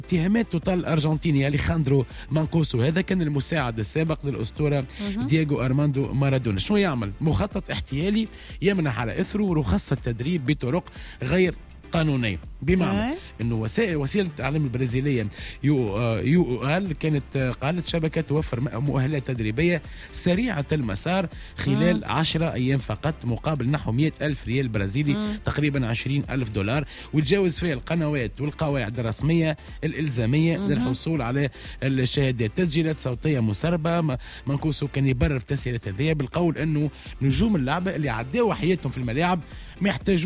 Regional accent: Tunisia; راهي حاجه هذه موجوده عندنا في تونس يعمل الكاف سي والكاف بي والكاف ا

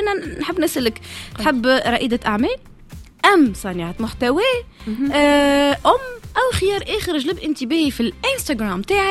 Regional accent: Tunisia

